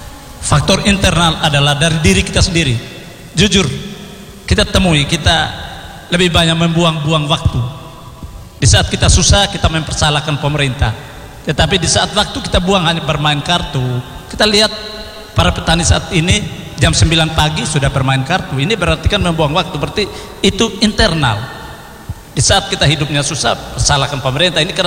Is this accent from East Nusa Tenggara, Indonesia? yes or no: yes; East Nusa Tenggara, Indonesia; kita orang NTT